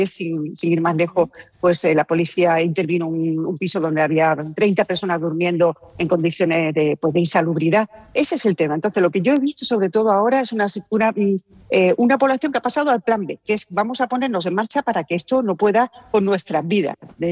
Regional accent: Ceuta, Spain; Y Ceuta, además de la ciudad donde yo me he criado y la ciudad que considero como mía

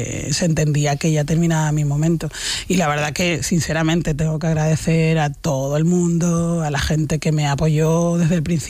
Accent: Canary Islands, Spain; accent: Canarian; also born or lived in Córdoba; Yo es que me siento muy canaria. Cordobesa también

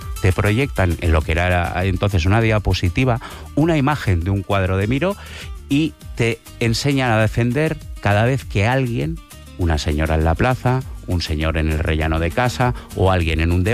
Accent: Sant Feliu de Llobregat, Catalonia, Spain; born there; es de mi pueblo, de San Feliu de Llobregat.

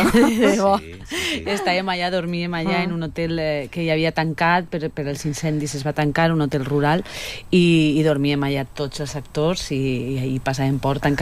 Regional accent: Valencia, Valencian Community, Spain; jo soc de València capital, tinc uns altres

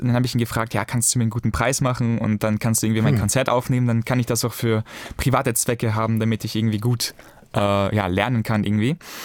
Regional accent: Vienna, Austria; Der Grund ist, ich bin in Wien geboren und in Wien aufgewachsen. Meine Familie lebt aber in Frankreich.

